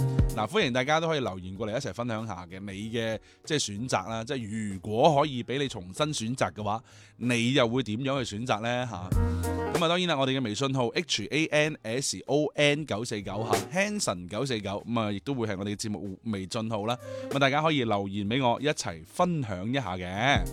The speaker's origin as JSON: {"language": "Cantonese", "region": "Guangdong", "country": "China", "said": "我哋广东人"}